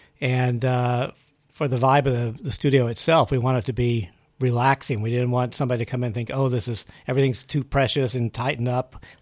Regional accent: Midland, Texas, United States; I mean, I grew up, I was born in Midland, Texas, Texas.

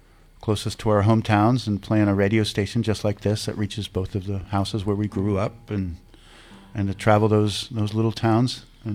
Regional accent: United States; moved away; we're both from the Delaware Valley region. So in between New York and Philadelphia, we both came from that area

